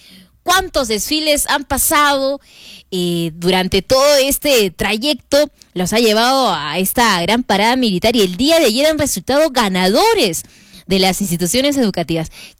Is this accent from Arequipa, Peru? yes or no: yes; Arequipa, Peru; Es importante para nosotros como arequipeños.